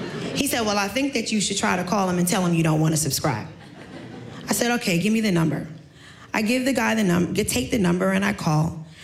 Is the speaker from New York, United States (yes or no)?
yes; Staten Island, New York, United States; I said, I'm from Staten Island, but I'm an 8th generation direct descendant from Sandy Ground.